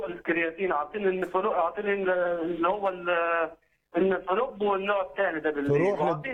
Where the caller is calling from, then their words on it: Minya, Minya Governorate, Egypt; يا دكتور من المنيا